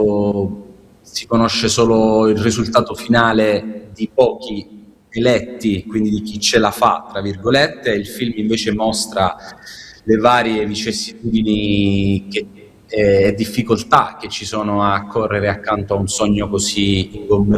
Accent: Corigliano Calabro, Calabria, Italy; also born or lived in Amendolara / Roseto; perché io sono nato e cresciuto a Corigliano Calabro, poi mi sono spostato ad Amendolara, a Roseto e a Taranto quando posso vado

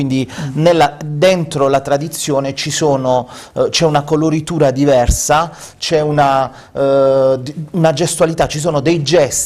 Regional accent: Taranto, Apulia, Italy; permettimi di dire da Tarantino orgogliosamente

